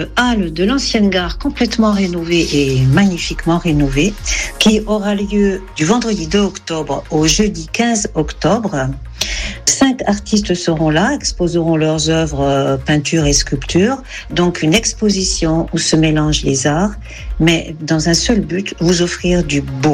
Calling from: Puymisson, Occitanie, France; … de Puymisson.

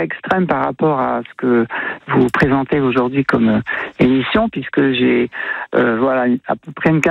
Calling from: Auvergne-Rhône-Alpes, France; je ne vis pas à Chambéry, je vis à Pézenhangrois

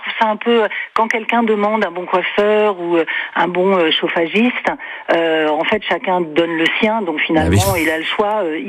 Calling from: Pornic, Pays de la Loire, France

